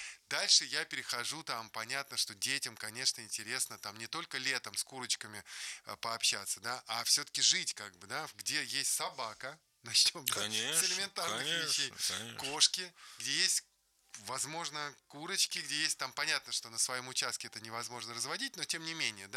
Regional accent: Russia; Потому что я россиянин, да, я хочу я жить тоже. В этой стране.

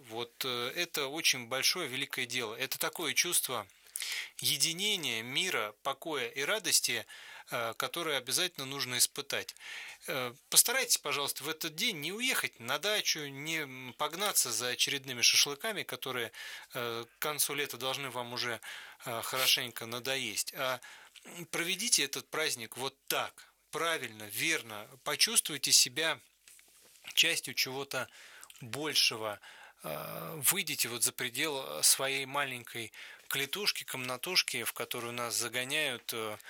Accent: Moscow, Russia; Мы с Романом коренные москвичи оба

